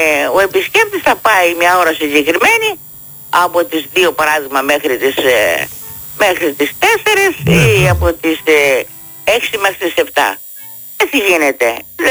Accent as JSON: {"language": "Greek", "country": "Greece", "also_born_or_lived": "Germany", "moved": "yes", "said": "στην πατρίδα μου"}